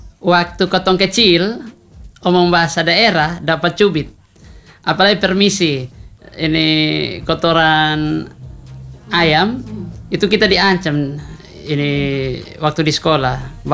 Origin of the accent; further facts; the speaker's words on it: East Nusa Tenggara, Indonesia; now in Kupang, Indonesia; di kampung saya di Takari itu sama.